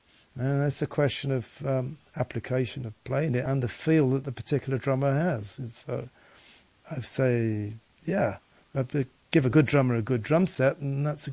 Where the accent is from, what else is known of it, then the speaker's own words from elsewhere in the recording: Birmingham, West Midlands, United Kingdom; growing up in Birmingham